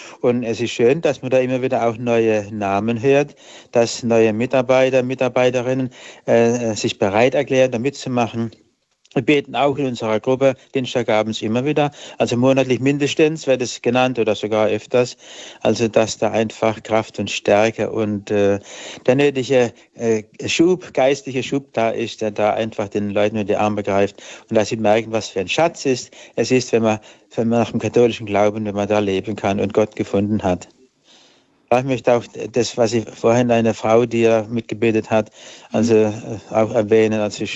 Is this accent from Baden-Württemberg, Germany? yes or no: yes; Hornberg, Baden-Württemberg, Germany; Also ich bin jetzt ausnahmsweise nicht in Lahr, sondern in meiner Heimat in Hornberg bei Dielheim, Bisloch.